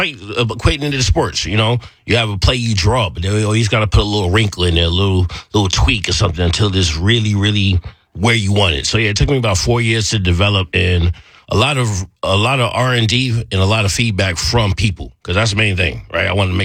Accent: New York, United States; moved away; somebody that I grew up with in New York

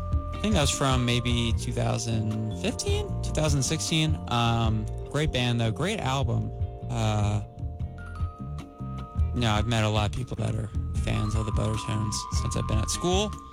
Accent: New Jersey, United States; now in Pittsburgh, United States; Oh, I'm from New Jersey

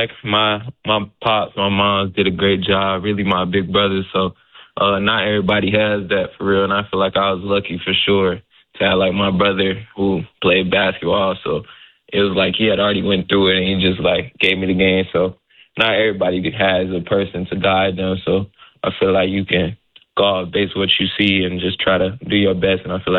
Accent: North Carolina, United States; It was different for sure. It was just a lot of going on for real.

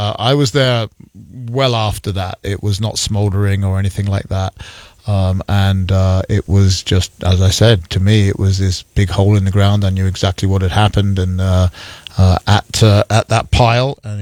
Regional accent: London, United Kingdom; moved away; I'm a Londoner originally, right? You know, I grew up, I'm a kid crossing London on the tube.

